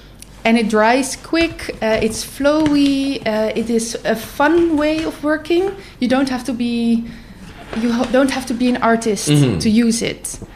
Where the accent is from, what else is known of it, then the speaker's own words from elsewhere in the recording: Amsterdam, North Holland, Netherlands; moved away as an adult; now in Dominica; I'm from Amsterdam. So I'm used of having just buildings around me.